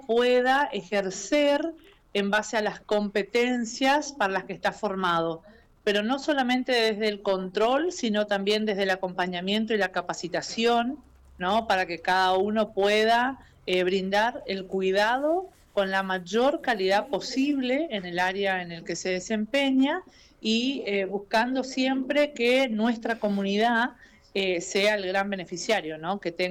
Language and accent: Spanish; Puerto San Julián, Santa Cruz, Argentina; Nosotras somos de Puerto San Julián